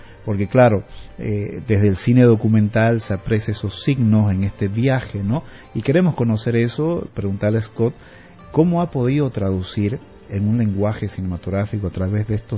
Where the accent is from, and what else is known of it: Bolivia